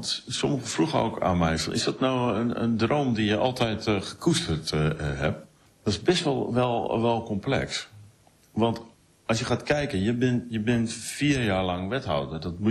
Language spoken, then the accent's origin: Dutch; Emmeloord, Flevoland, Netherlands; moved away; Ik ben opgegroeid in Emmeloord.